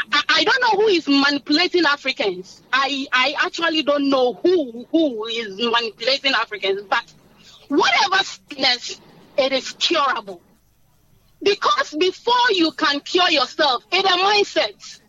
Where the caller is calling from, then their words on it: Sekondi, Western Region, Ghana; I'm calling from Sekendi.